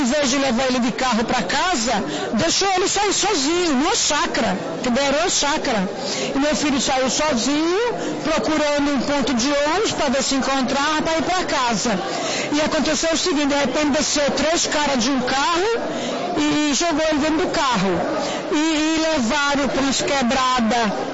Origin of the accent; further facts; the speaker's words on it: Itapevi, São Paulo, Brazil; Eu venho de Itapevi.